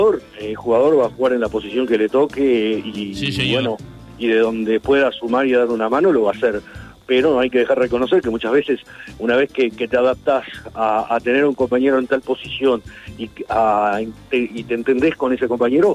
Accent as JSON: {"language": "Spanish", "country": "Uruguay", "said": "como uruguayo siempre tenemos el hábito o el pensamiento de que lo que está funcionando no lo tocamos"}